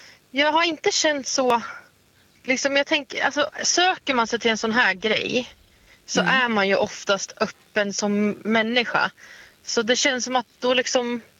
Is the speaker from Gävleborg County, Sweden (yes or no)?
yes; Hudiksvall, Gävleborg County, Sweden; Jag kommer från Hudiksvall.